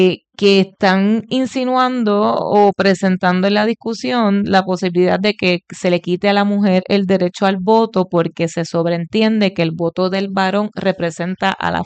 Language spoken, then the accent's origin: Spanish; Puerto Rico; Y hay que hacer la paz con eso, como puertorriqueños, colonia de los Estados Unidos.